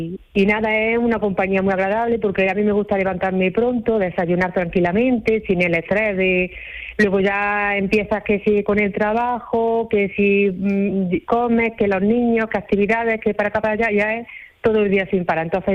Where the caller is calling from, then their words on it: Armilla, Andalusia, Spain; Sí, vivo aquí en Armilla, pero trabajo en otro pueblo de Granada.